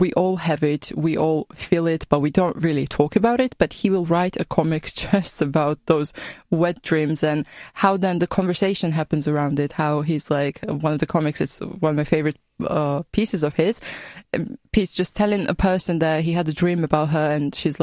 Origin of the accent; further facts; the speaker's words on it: Georgia; now in Austria; As you said … I'm volunteering in Austria and I'm coming from Georgia.